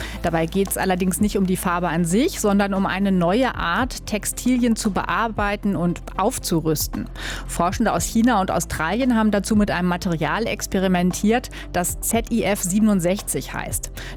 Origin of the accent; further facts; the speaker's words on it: Nordenham, Lower Saxony, Germany; ich bin aus Nordenham.